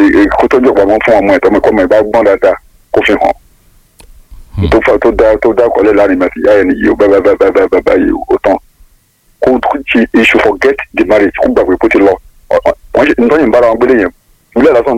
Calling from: Ibadan, Oyo, Nigeria; I'm calling from Akitala Road, Kotoru, Ibadan.

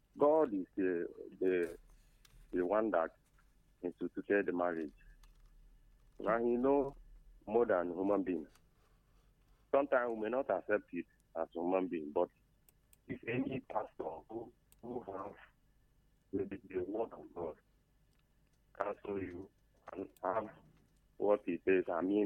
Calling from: Ebonyi, Nigeria; I'm calling from Ebonyi State.

